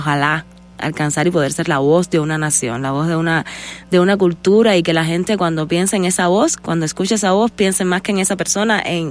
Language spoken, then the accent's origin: Spanish; Güines, Mayabeque, Cuba; Yo soy de Guinness, de un pueblo en Cuba que se llama Guinness, que está ahora actualmente en la provincia de Mayabeque.